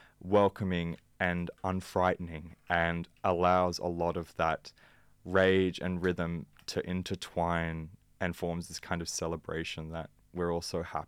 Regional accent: Sydney, New South Wales, Australia; I mean, I'm originally from Southwest Sydney

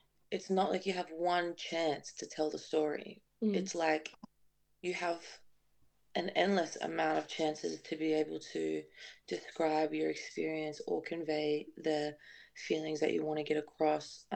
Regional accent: Tasmania, Australia; honestly privileged to be able to come from a place that supports me so much, especially growing up in Tassie.

